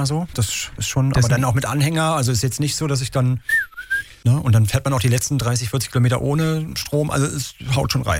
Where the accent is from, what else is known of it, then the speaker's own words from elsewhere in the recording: Ueckermünde, Mecklenburg-Vorpommern, Germany; born there; Ist meine Geburtsstadt.